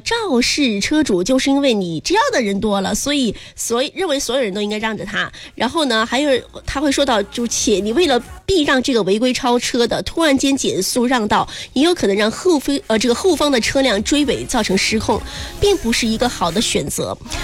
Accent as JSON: {"language": "Chinese", "country": "China", "said": "我们中国人"}